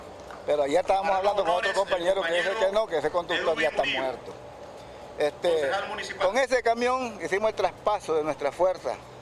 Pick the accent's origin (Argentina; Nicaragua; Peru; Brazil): Nicaragua; Siuna, North Caribbean Coast Autonomous Region; Yo soy de Ciuna.